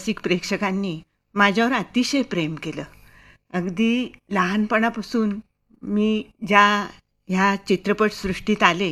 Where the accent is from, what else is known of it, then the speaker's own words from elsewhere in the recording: Kolhapur, Maharashtra, India; also born or lived in Mumbai; माझा जन्म मुंबईत झाला आणि काही थोड्या दिवसांनी माझे आईवडील आम्हाला कोल्हापूरला घेऊन गेले. आणखीन मी तिथेच कोल्हापूरमध्ये कलानगरीमध्ये लहानाची मोठी झाले.